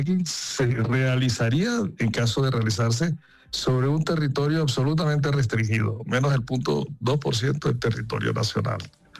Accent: Montería, Córdoba, Colombia; born there; nací en Montería, he trabajado en el tema ambiental desde toda mi vida.

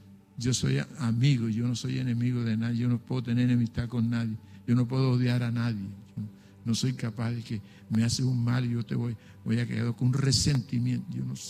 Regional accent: Planeta Rica, Córdoba, Colombia; born there; Nací en Córdoba, en Planeta Rica

